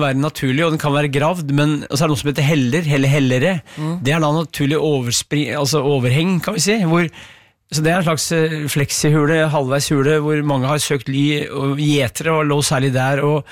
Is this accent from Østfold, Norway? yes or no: no; Brumunddal, Innlandet, Norway; jeg vokste opp på jobb og mye på fabrikket I oppveksten I Brumunddal.